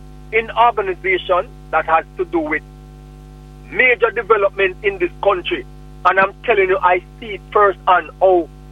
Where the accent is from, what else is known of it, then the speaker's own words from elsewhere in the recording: Kingston, Jamaica; I grew up in a place where we call Vineyard Town.